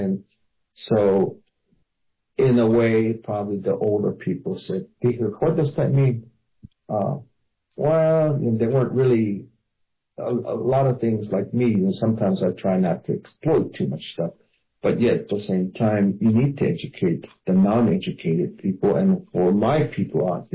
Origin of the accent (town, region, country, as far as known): Arizona, United States; first language Hopi; English is a second language